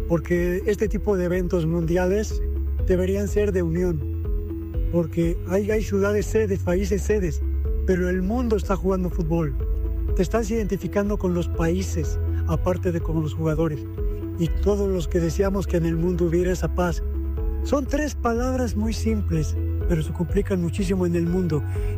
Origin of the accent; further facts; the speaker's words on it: Mexico; yo quiero ser de los que tiene fe como ser humano y como mexicano principalmente